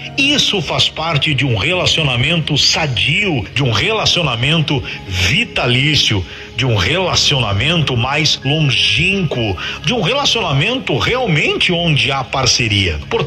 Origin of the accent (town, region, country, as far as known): Brazil